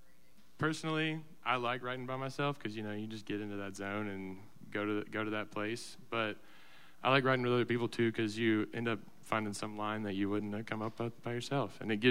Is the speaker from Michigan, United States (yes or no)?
no; Loganville, Georgia, United States; I grew up in a small town in Georgia called Loganville.